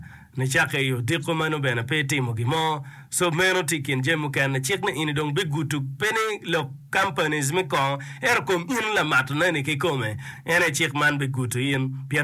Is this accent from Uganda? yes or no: yes; Laibi, Northern Region, Uganda; from Laibi.